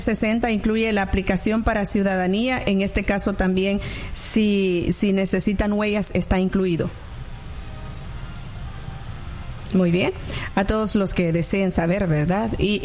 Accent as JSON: {"language": "Spanish", "country": "Honduras", "said": "Mi pregunta es, yo soy de Honduras y tengo TPS."}